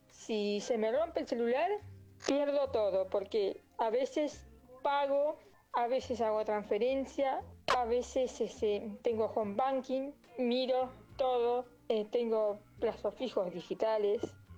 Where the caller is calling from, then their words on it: Beruti, Buenos Aires Province, Argentina; de Beruti.